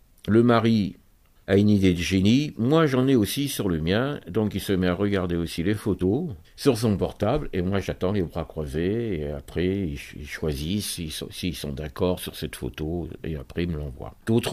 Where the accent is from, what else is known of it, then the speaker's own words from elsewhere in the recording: Royan, Nouvelle-Aquitaine, France; now in Toulouse, France; à Royan, justement. Ça me permet de retrouver ma ville natale.